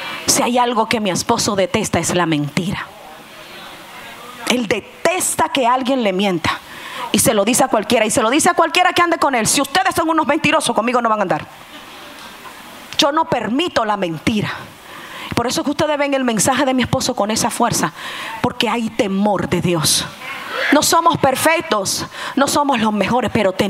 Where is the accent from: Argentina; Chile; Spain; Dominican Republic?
Dominican Republic; Yo soy dominicano, entiéndeme. Yo soy del Caribe, yo tengo sangre fuerte.